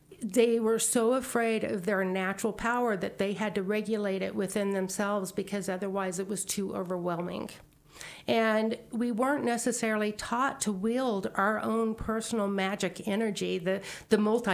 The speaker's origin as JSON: {"language": "English", "region": "New Mexico", "country": "United States", "moved": "yes", "said": "And I'm from New Mexico."}